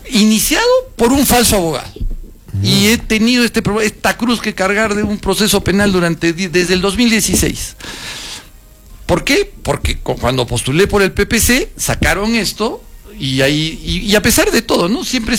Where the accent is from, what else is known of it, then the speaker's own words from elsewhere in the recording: Arequipa, Peru; yo lo hago por Arequipa. Yo lo hago por mi tierra